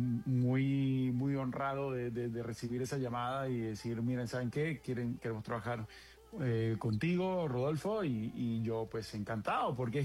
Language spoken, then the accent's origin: Spanish; Venezuela